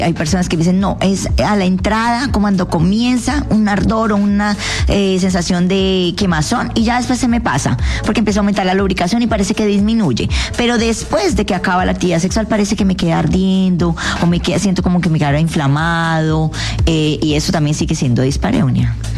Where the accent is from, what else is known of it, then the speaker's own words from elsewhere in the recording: Colombia; Soy colombiana.